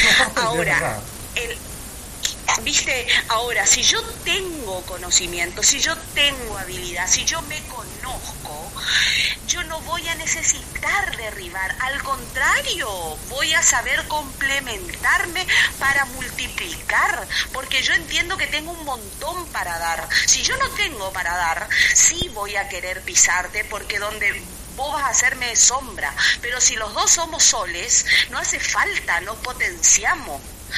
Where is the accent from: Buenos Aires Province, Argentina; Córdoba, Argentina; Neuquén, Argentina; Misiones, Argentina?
Misiones, Argentina; Posadas; nosotros somos de Posadas